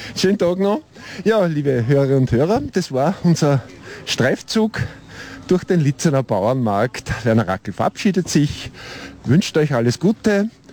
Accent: Upper Austria, Austria; ich komme aus Oberösterreich

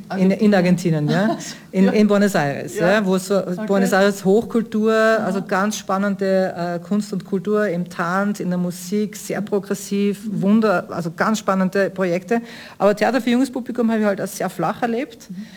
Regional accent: Schladming, Styria, Austria; born there; now in Vienna, Austria

